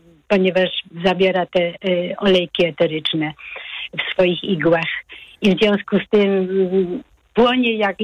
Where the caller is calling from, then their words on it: Wałcz, West Pomeranian Voivodeship, Poland; Dzwonię z Wałcza, otoczonego lasami i jeziorami.